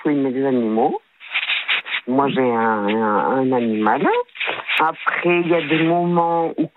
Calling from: south of France, France; j'habite dans le Sud.

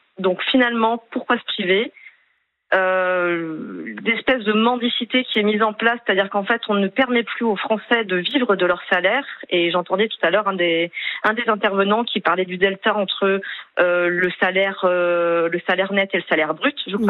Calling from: Occitanie, France; je suis en Occitanie, plus précisément dans ce qu'on appelait avant le Midi-Pyrénées, du côté de Montauban.

